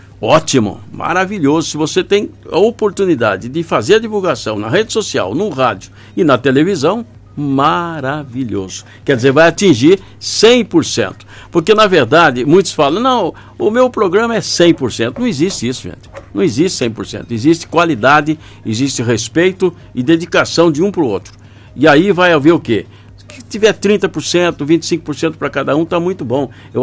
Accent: Itararé, São Paulo, Brazil; ele é itararense, né? Como eu, a gente foi criado em Itararé, nascemos aqui

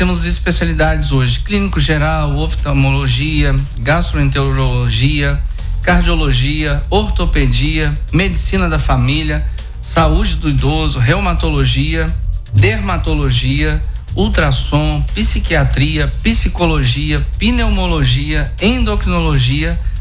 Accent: Mantena, Minas Gerais, Brazil; eu sou de Mantena.

